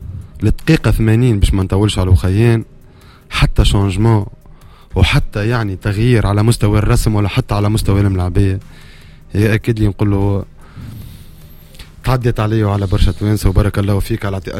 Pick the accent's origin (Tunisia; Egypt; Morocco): Tunisia; أنا واحد من الناس كتونسي